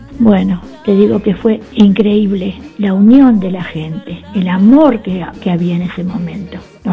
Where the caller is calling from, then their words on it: Buenos Aires, Argentina; de Parque Chacabuco, tengo 85 años